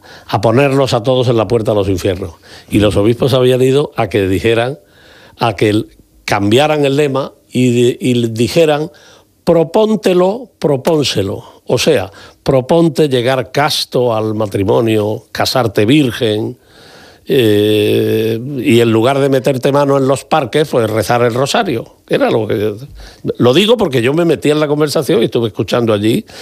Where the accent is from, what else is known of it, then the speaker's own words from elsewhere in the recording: Andalusia, Spain; moved away; yo soy andaluz.